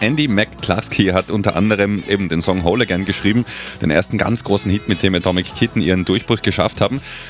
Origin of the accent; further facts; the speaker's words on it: Austria; Bei uns in Österreich war es dann am 8. Oktober soweit.